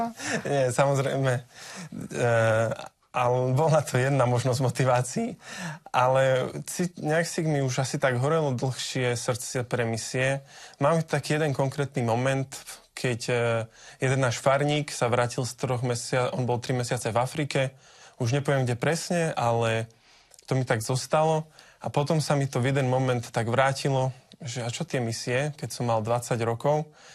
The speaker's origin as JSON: {"language": "Slovak", "town": "Dubnica nad Váhom", "region": "Trenčín Region", "country": "Slovakia", "tie": "born or raised there", "also_born_or_lived": "Ilava / Slavnica", "said": "narodil som sa v Ilave, ale pochádzam z Dubnice nad Váhom, kde som vlastne aj strávil väčšinu svojho života, kým sme sa nepresťahovali do Slavnice. To je taká priľahlá dedinka."}